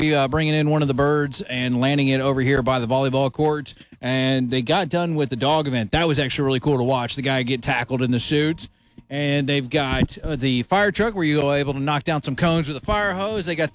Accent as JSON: {"language": "English", "region": "Florida", "country": "United States", "moved": "yes", "said": "and I'm from Florida."}